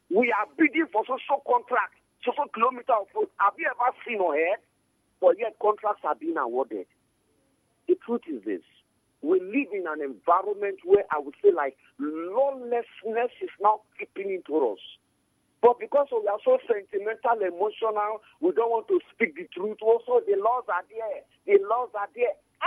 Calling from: Nigeria; from Jaru.

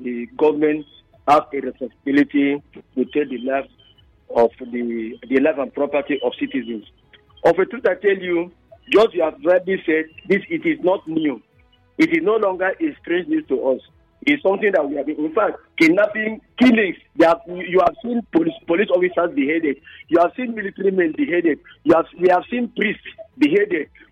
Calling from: Elim, Nigeria; I'm calling from Elim.

